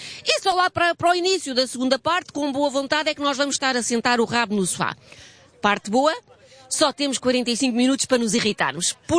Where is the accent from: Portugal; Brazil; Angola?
Portugal; para mim, esta é a melhor parte de sermos portugueses